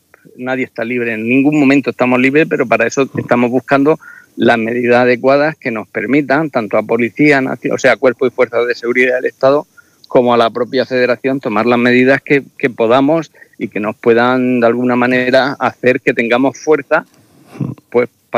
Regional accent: Totana, Region of Murcia, Spain; Totana, como que yo soy de Totana, por ponerte un ejemplo

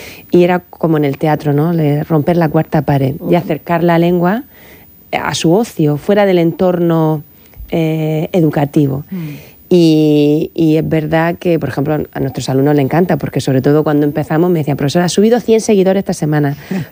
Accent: Cartagena, Region of Murcia, Spain; Y dos que somos de Cartagena.

